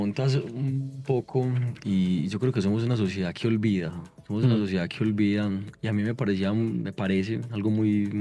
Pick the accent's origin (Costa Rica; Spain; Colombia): Colombia